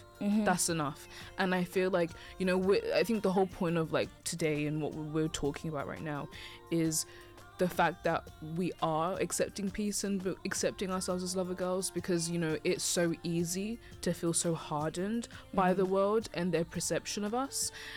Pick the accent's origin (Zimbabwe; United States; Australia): Zimbabwe; moved away; I'm from Southern Africa, I'm from Zim